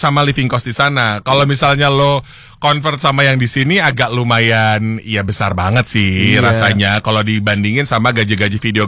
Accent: Indonesia; kita sebagai orang Indo

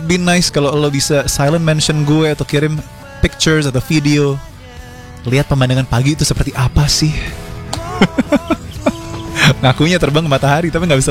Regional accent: Bogor, West Java, Indonesia; kampungku di Warso Farm Bogor, Desa Cihideng ya. Kebon Duren

